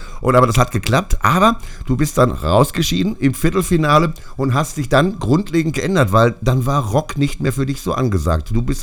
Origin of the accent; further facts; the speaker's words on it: Bochum, North Rhine-Westphalia, Germany; Ich als Bochumer.